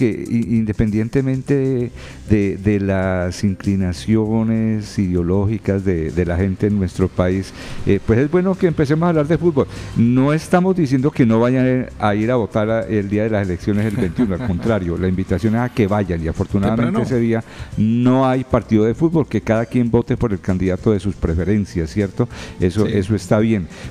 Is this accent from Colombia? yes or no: yes; Colombia